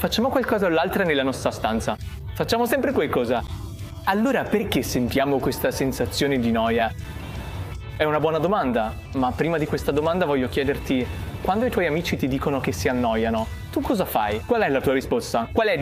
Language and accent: Italian; India; moved away as an adult; now in United States; mi ha insegnato l'inglese fin da quando ero piccolo. Perché sono indiano, anche se so l'inglese